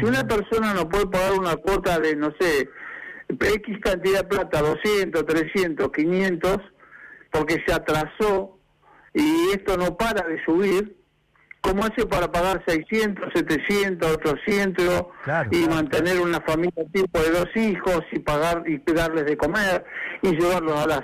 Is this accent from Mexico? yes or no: no; Comodoro Rivadavia, Chubut, Argentina; No somos parte de otro país, somos parte de la República Argentina, de la provincia de Chubut, de Comodoro Rivadavia.